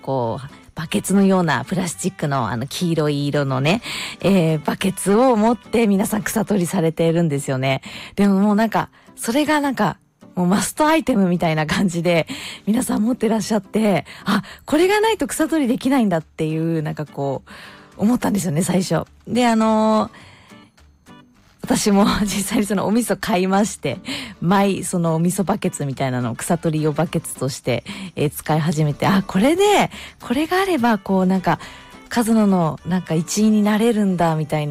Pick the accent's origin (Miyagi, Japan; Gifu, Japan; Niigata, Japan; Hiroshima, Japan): Miyagi, Japan; Sendai; now in Kazuno, Japan; 地元の仙台